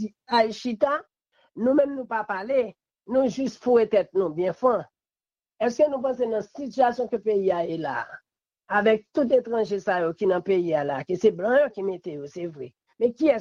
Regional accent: Haiti; président Aristide, en tant que haïtien seulement, que nous gagnons

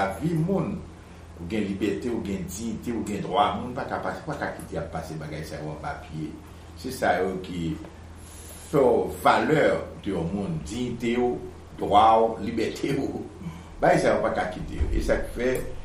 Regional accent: Haiti; now in Boston, United States; nous saluons tout le monde, en général, quel que soit à côté de vous chez nous, en Haïti

